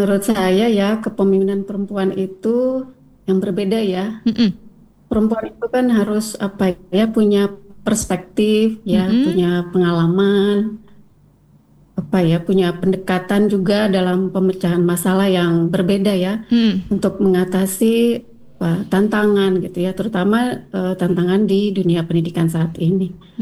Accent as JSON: {"language": "Indonesian", "country": "Indonesia", "moved": "yes", "lives_now": "Majene, Indonesia", "said": "Saya asli Medan, Aceh."}